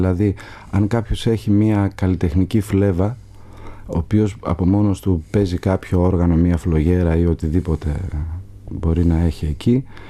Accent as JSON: {"language": "Greek", "area": "Ioannina", "region": "Epirus", "country": "Greece", "tie": "born or raised there", "said": "Εγώ γεννήθηκα στα Γιάννενα πάνω, στα Ανατολικά Ζαγόρια δηλαδή, σε ένα χωριό στην Πίνδο."}